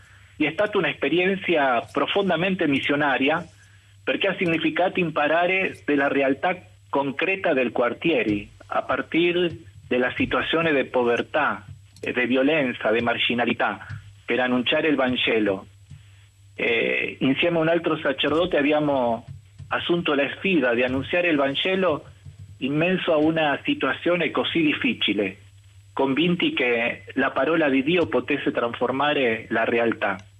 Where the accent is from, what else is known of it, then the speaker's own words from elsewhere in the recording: Argentina; Italian is a second language; moved away as an adult; now in Rome, Italy; Tre anni sarà quest'anno che sto in Italia, a Roma. Sono argentino, ma tutti i miei nonni sono italiani, discendenza di italiani.